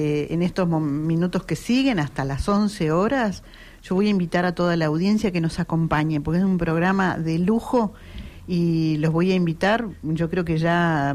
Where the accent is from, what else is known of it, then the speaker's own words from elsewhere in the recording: Argentina; decirnos argentinos